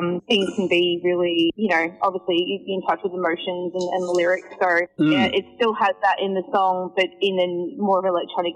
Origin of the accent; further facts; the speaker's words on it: Melbourne, Victoria, Australia; I'm from Melbourne, so I'm always performing around in different areas as well.